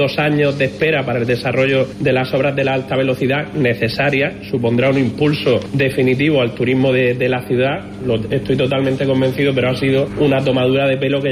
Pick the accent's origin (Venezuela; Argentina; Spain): Spain; Lorca, Region of Murcia; Como lorquino, yo vivo en Lorca, quería seguir viviendo en Lorca, aunque mi puesto de trabajo está en Murcia